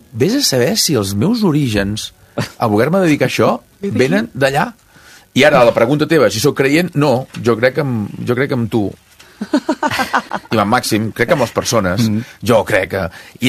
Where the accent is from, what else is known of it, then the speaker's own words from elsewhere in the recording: Sant Feliu de Buixalleu, Catalonia, Spain; jo no sóc creient. Jo vaig ser d'escolanet 10 anys. És a dir, al meu poble, a Sant Feliu de Buixalleu.